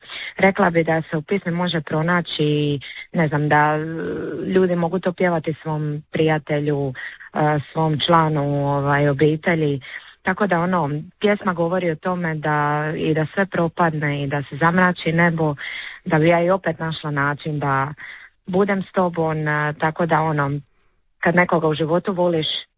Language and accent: Croatian; Split, Split-Dalmatia County, Croatia; Pa, ja sam iz Splita